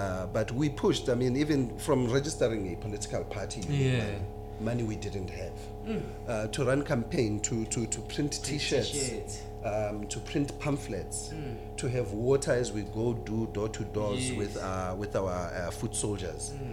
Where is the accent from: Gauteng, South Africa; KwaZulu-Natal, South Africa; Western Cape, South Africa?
Gauteng, South Africa; Merafong; as a Merafong native, I'm from here. In fact, I was born 1, 2, 3, 4 streets away from here.